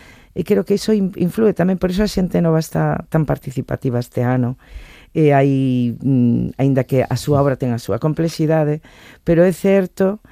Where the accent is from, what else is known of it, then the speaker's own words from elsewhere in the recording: Mos, Galicia, Spain; compuxena pensando nas súas voces de mulleres indómitas e fortes da miña terra, de Sanguiñeda, de Mos.